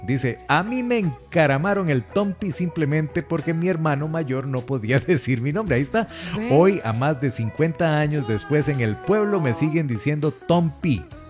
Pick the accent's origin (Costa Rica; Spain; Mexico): Costa Rica; Grecia, Alajuela; Y somos de Grecia, ¿cómo no vamos a encontrar todo ese tipo de apodos?